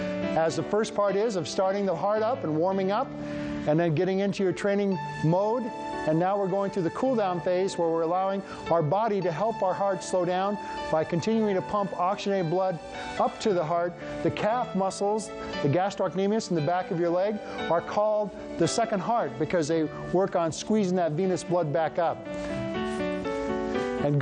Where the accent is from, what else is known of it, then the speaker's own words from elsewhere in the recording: Olympia, Washington, United States; now in Black Hills, United States; I'm from Olympia, Washington, and I got used to being raised in an environment where it was cloudy 300 days of the year.